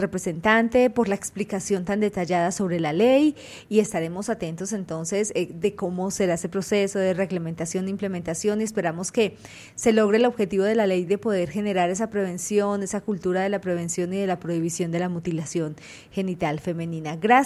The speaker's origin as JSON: {"language": "Spanish", "country": "Colombia"}